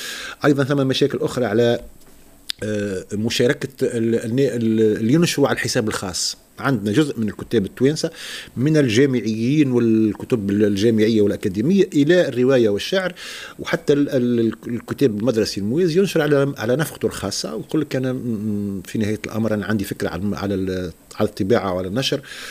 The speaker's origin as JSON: {"language": "Arabic", "country": "Tunisia", "said": "أنت كتونسي وعندك ثقافة معينة عربية تونسية إفريقية"}